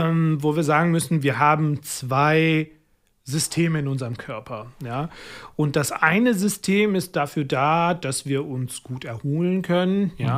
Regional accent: Pakistan

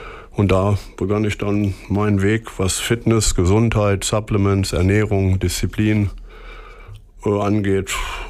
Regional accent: Hameln, Lower Saxony, Germany; moved away as an adult; also born or lived in Los Angeles; Und ich bin hier geboren in dieser Stadt, der kleinen Märchenstadt Hameln, Rattenfängerstadt. Und ganz normal zur Schule gegangen

